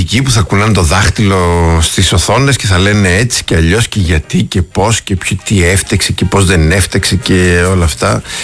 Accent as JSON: {"language": "Greek", "country": "Greece"}